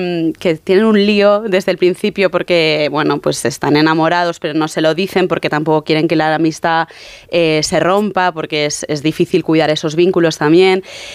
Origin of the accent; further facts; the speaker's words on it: Barcelona, Catalonia, Spain; yo es que soy de Barcelona